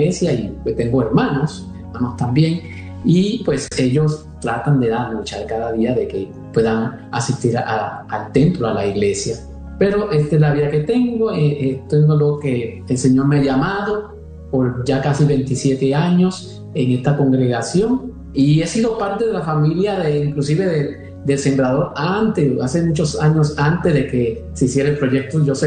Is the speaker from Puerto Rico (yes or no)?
yes; Comerío, Puerto Rico; moved away as an adult; also born or lived in Massachusetts, United States; now in Costa Rica; yo soy originario de Puerto Rico. Yo soy de un pueblo llamado Comerío, en el centro de la isla, entre las montañas, y pues ahí crecí, viví mi vida ahí, y ya como a eso de edad de 19 años, 20 años, emigré a los Estados Unidos y me establecí en la ciudad de Massachusetts, en el estado